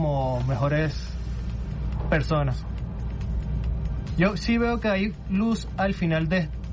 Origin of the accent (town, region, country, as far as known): Venezuela